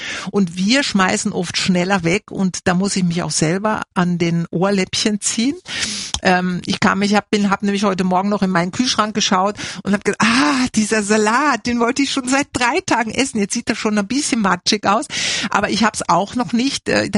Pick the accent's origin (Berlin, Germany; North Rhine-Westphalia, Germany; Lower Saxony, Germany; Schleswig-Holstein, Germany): North Rhine-Westphalia, Germany; Bielefeld; war ich in meiner Heimatstadt Bielefeld, wo ich geboren bin und zur Schule gegangen bin, mit meiner Mama unterwegs.